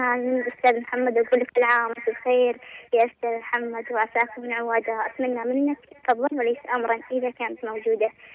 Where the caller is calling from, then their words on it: Marib, Yemen